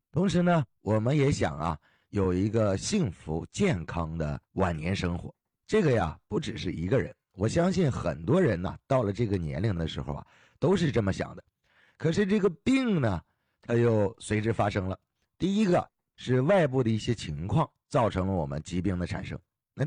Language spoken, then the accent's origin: Chinese; Heilongjiang, China; 那我们老家呢，黑龙江的，那就更冷了。那一到冬天，零下30度，那是很常见的事儿。你看，小的时候啊，这条件都不是特别的好。那个时候住的什么房子？有那种土坯房。